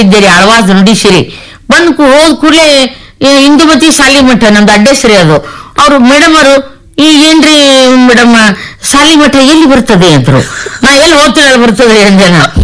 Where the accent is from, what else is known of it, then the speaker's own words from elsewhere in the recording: Sindagi, Karnataka, India; ನಮ್ಮ ಸಿಂದಗಿ, ನಮ್ಮ ವಿಜಯಪುರ ಜಿಲ್ಲೆ ಸಿಂದಗಿಯವ್ರು ನಾವು.